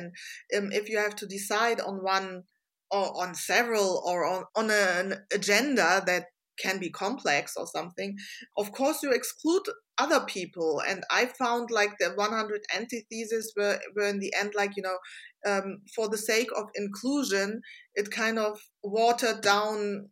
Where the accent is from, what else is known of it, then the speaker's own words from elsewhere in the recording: Germany; my family is from Serbia. I grew up in West Germany.